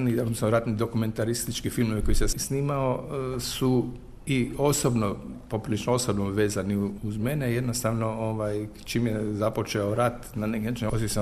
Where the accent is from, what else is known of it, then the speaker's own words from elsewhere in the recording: Virovitica, Virovitica-Podravina County, Croatia; born there; rođen u zapadnoj Slavoniji, rođen sam u Virovitici, tamo su naime moji roditelji imali prvo radno mjesto